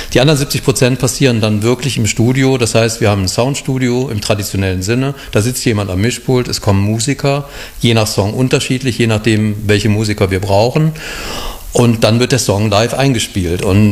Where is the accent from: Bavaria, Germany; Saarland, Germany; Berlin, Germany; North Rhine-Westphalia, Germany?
North Rhine-Westphalia, Germany; Cologne; Und ich selber bin auch Kölner und sehr nah wohnhaft an Pulheim